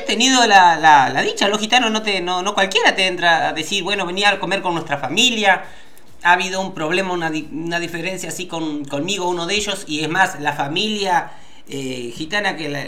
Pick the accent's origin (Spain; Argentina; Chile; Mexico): Argentina; Lo digo como argentino